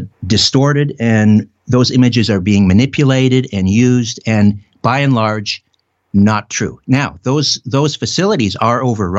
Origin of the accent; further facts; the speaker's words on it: Brantford, Ontario, Canada; my hometown of Brantford, Ontario.